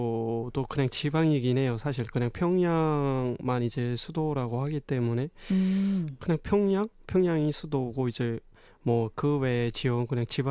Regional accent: North Korea; now in South Korea; 제가 지금 현재 남한에서 살고 있는 이제 청년으로서 이제 제가 제 고향을 상상해 보면

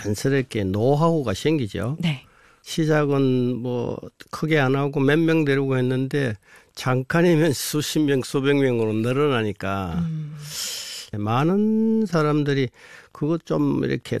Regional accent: South Korea; 우리는 한국 사람이라

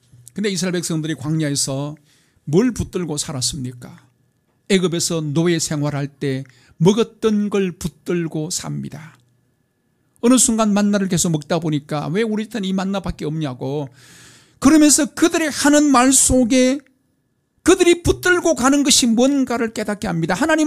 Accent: South Korea

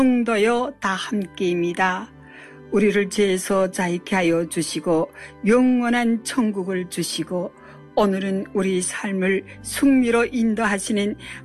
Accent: Hamgyong, North Korea; moved away; 저희 고향 땅 북한까지

